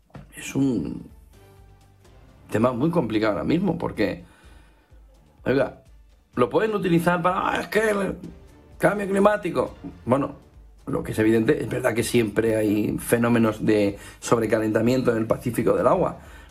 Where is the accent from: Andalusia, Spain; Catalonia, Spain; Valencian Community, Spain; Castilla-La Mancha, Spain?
Valencian Community, Spain; Alicante; born or raised there